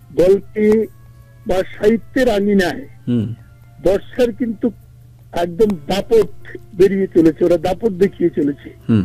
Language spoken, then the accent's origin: Bangla; Belonia, Tripura, India; born there; now in Agartala, India; আসলে আমি আগরতলার বাসিন্দা হলেও আমার জন্ম বিলোনিয়াতে।